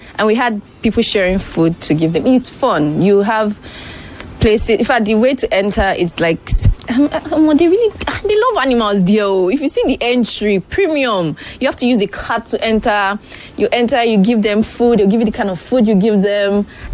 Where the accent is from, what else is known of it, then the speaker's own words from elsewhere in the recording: Nigeria; Are you a Nigerian? Yes, I am.